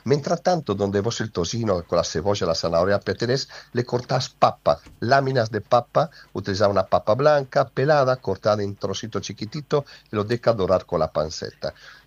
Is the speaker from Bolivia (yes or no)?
no; Milan, Lombardy, Italy; now in Argentina; Yo soy de Milán, pero me hago el clásico, el cremonese.